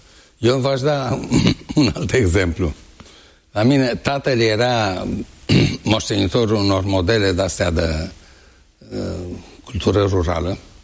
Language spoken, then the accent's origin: Romanian; Alexandria, Teleorman, Romania; Și noi ne jucam prin curțile vecinilor cu copiii din Alexandria, orașul meu natal